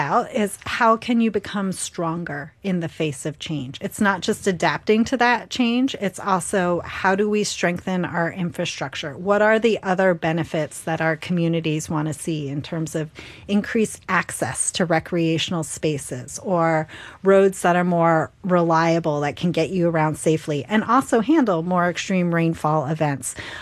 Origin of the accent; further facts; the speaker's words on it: Massachusetts, United States; I grew up in Massachusetts. I did not grow up in a house with air conditioning